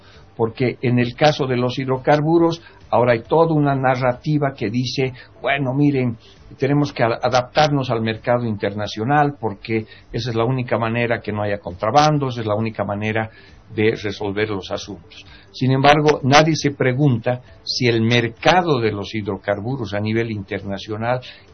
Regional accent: Bolivia

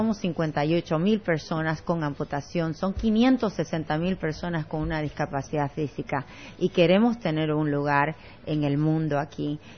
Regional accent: Bolivia

